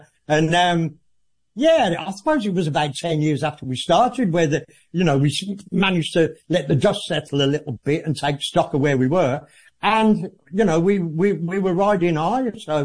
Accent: Birmingham, West Midlands, United Kingdom; Birmingham, my hometown

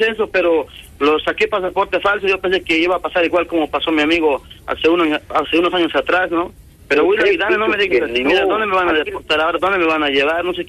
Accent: Bolivia; also born or lived in Argentina; now in Spain; yo lo he conocido muy niño en mi país, en Bolivia, ¿vale? Y ha radicado muchos años en Argentina y yo he radicado muchos años en España.

